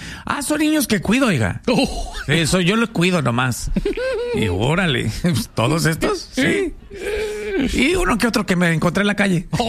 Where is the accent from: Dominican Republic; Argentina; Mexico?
Mexico; Culiacán, Sinaloa; nosotros venimos de Culiacán, oiga.